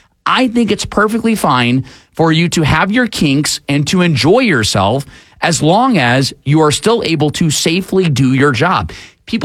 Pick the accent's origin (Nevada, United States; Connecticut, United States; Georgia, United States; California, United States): Georgia, United States; Atlanta; Now, growing up in Atlanta, we had giant pandas for a long time.